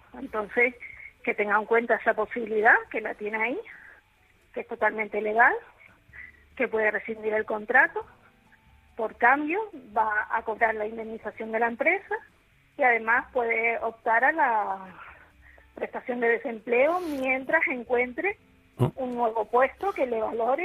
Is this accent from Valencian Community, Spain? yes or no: no; Canary Islands, Spain